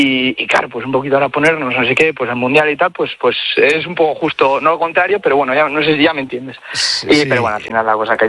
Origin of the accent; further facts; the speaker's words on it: Langreo, Asturias, Spain; De la cuenca de Langreo, cuenca minera.